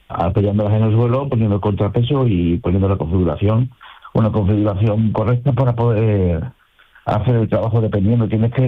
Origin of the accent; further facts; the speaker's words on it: Salamanca, Castile and León, Spain; now in La Línea de la Concepción, Spain; Yo soy de Salamanca.